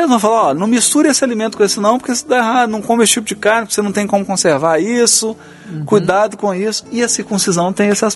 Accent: Brazil; Uma marca cultural, como nós brasileiros temos, né?

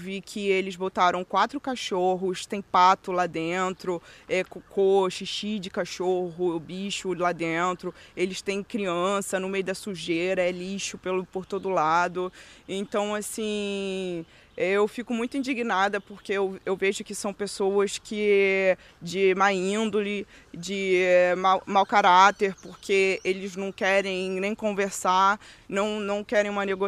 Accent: São Pedro da Aldeia, Rio de Janeiro, Brazil; Eu cresci nessa casa, nasci aqui em São Pedro da Aldeia. Eu amo esse lugar, brincava aqui com a vizinhança.

